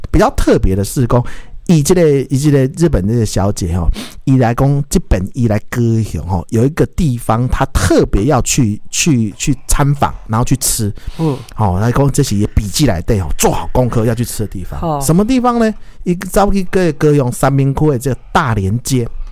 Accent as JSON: {"language": "Chinese", "country": "Taiwan", "said": "哎，可能是我们台湾人不喜欢这个口味啦"}